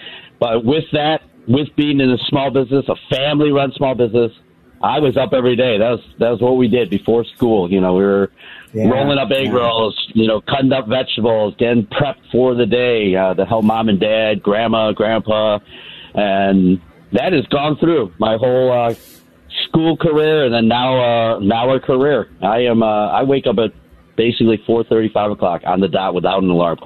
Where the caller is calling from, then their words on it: Chicago, Illinois, United States; I call from beautiful Buena Park, very near the beautiful Wrigley Field.